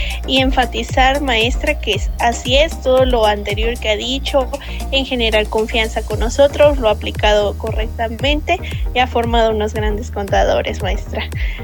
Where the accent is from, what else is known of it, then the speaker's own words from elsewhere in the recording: Mexico; como lo somos los mexicanos, que nos enorgullecemos en ver nuestra bandera